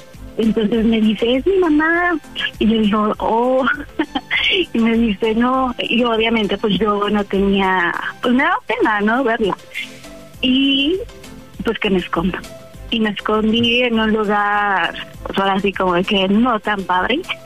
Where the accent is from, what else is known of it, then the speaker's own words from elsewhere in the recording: Mexico City, Mexico; Tengo 27 años, de la Ciudad de México.